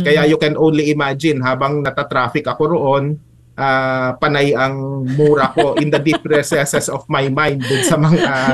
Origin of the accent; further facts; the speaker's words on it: Bicol Region, Philippines; taga Bicol kasi kami merong isang highway